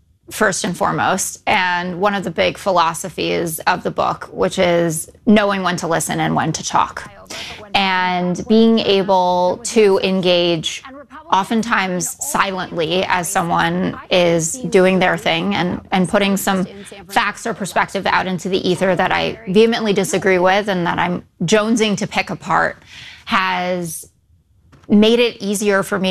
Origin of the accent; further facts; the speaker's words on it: New York City, New York, United States; born or raised there